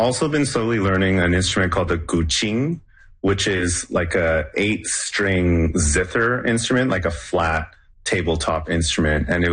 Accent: Canada; also born or lived in Hong Kong; growing up, I was born in Hong Kong and I immigrated to Canada. And growing up in Canada, I felt like I just always had to assimilate.

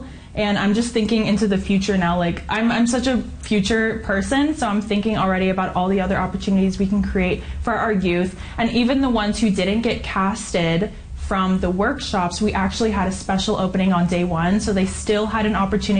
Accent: Millbrook First Nation, Nova Scotia, Canada; now in Halifax, Canada; I'm from Millbrook First Nation, currently living in Halifax.

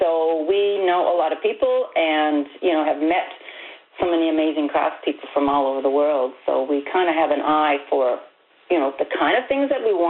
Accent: King's Point, Newfoundland and Labrador, Canada; I'm in my hometown of Kings Point, and in my dad's old service station garage is where I set up.

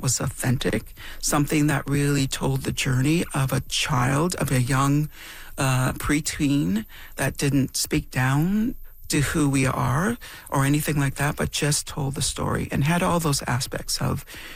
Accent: Temagami, Ontario, Canada; When I grew up in Tomogamy, in Northern Ontario, but I think this is true for all across Canada, really

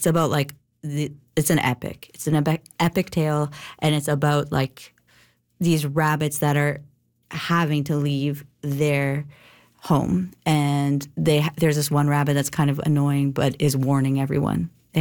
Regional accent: Toronto, Ontario, Canada; So I grew up in Toronto, and I started playing music, and one of the first places I played was Sackville, New Brunswick.

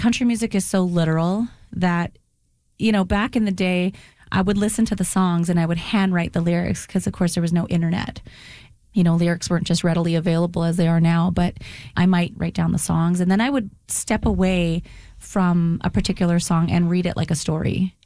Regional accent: Dauphin, Manitoba, Canada; I grew up in Dauphin.

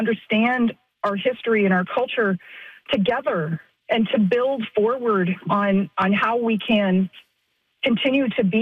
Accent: Canada; that reaches out to me as a Canadian.

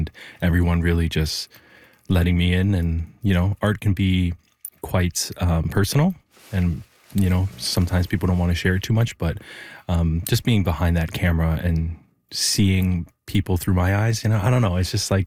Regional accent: Toronto, Ontario, Canada; moved away as an adult; also born or lived in Mississauga; now in Yellowknife, Canada; especially being from the South and, you know, growing up in Toronto and Mississauga my whole life in the GTA

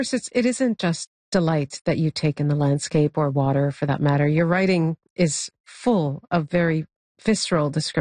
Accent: Winnipeg, Manitoba, Canada; Well, my river is the Red River in Winnipeg, because

